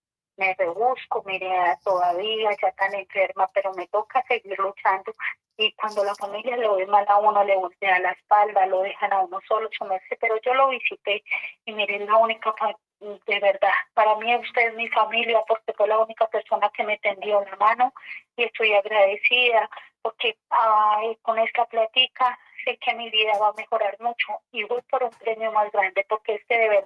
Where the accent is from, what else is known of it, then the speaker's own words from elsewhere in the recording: Boyacá, Colombia; now in Bogotá, Colombia; yo lo llamo por acá desde Paraíso, acá en Bogotá. Llegué ya hace muchos años, yo soy comencé boyacense, pero llevo muchos años viviendo acá